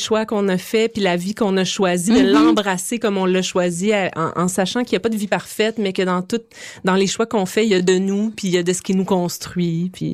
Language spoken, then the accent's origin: French; Montreal, Quebec, Canada